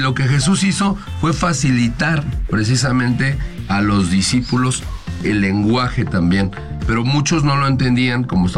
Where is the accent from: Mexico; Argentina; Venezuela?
Mexico; Mexico City; accent: caló de la Colonia Obrera; yo vengo de la Obrera, de la Colonia Obrera. Soy de la Colonia Obrera, sé hablar el caló de la Colonia Obrera